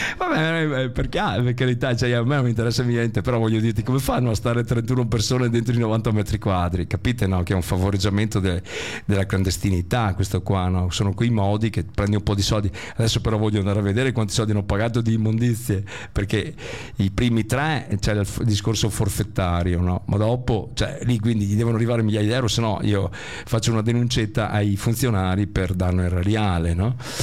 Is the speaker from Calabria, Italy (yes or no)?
no; Rovigo, Veneto, Italy; No, il mio paese, beh, insomma, io non abito proprio lì, però lì vicino, insomma, a Rovigo, no?